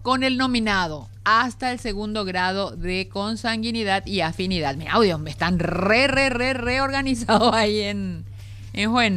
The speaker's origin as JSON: {"language": "Spanish", "town": "Lambaré", "region": "Central", "country": "Paraguay", "said": "yo soy de Lambaré"}